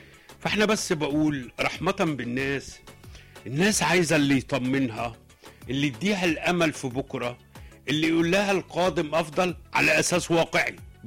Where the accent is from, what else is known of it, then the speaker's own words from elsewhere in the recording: Egypt; سيبك ان ده ضد عقيدتنا حتى كمصريين